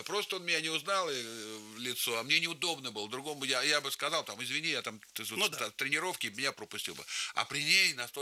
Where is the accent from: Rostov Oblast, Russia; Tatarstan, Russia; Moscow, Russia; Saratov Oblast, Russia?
Moscow, Russia; А мы, значит, москвичи приехали вот тогда, это все-таки далековато был Дмитров